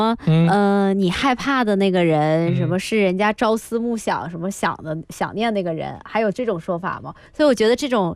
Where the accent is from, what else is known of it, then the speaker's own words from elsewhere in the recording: Northeast China, China; 我是东北的，我们东北五仁月饼里面也放青红丝。